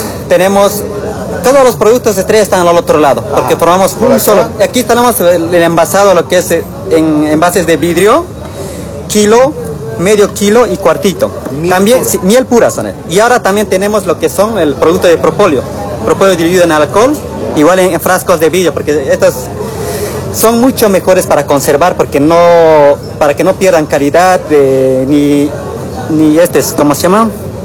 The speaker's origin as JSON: {"language": "Spanish", "town": "Chimoré", "region": "Cochabamba", "country": "Bolivia", "said": "Somos de Chimoré, la asociación Adach."}